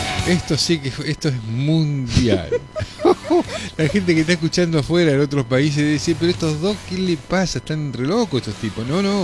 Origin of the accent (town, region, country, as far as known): Argentina